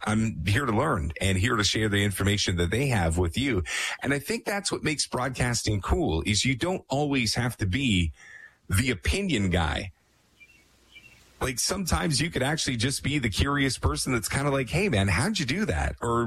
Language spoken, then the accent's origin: English; Toronto, Ontario, Canada; moved away as an adult; now in Vancouver, Canada; I was born and raised in Toronto, moved out to Vancouver when I was 20. So I still say I'm a Vancouverite now, but my sports allegiance still lie back east.